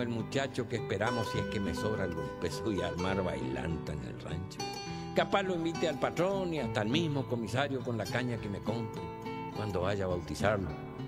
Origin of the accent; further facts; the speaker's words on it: Corrientes, Argentina; soy correntino